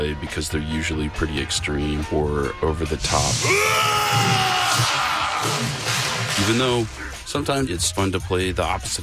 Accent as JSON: {"language": "English", "town": "Bel Air", "region": "Texas", "country": "United States", "said": "from Bel Air, and you're listening to Houston Matters with Craig Cohen."}